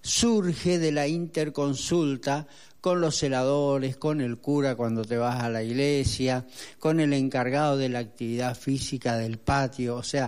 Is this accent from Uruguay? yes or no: no; Chaco, Argentina; moved away; yo, por ejemplo, soy del Chaco, necesitaba para la visita especial a mi provincia, donde está mi familia